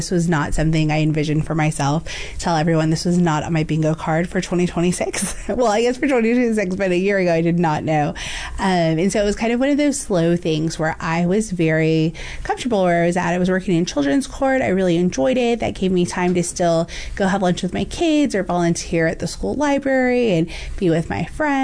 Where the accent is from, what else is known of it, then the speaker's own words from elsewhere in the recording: San Antonio, Texas, United States; So first and foremost, I'm definitely from San Antonio, born and raised here. Been in the 23rd for quite some time. I am a graduate of Lee High School